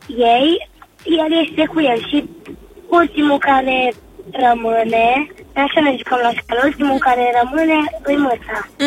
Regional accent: Cluj-Napoca, Cluj County, Romania; sunt din Cluj și am 8 ani.

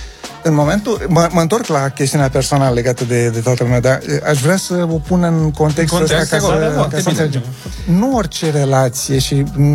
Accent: Galați, Galați County, Romania; crescând în Galați

